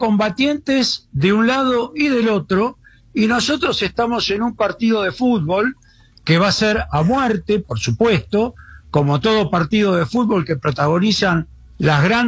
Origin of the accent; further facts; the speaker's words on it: Argentina; Soy argentino.